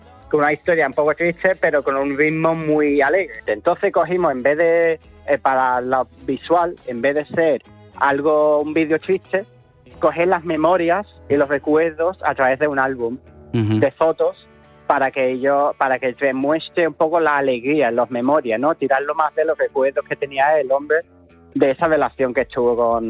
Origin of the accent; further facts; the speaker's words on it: England, United Kingdom; Spanish is a second language; now in Huelva, Spain; Bueno, realmente norteamericano no soy, soy inglés.